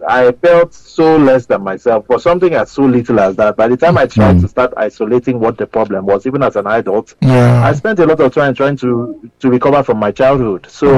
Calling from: Lagos, Nigeria; I'm calling from Victoria Island.

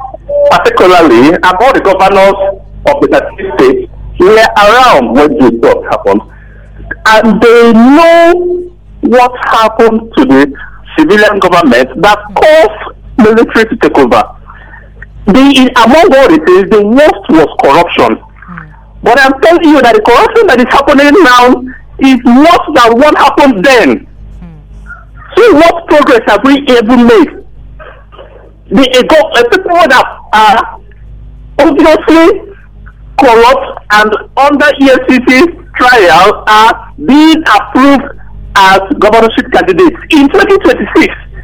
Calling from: Ibadan, Oyo, Nigeria; I'm coming from Ibadan.

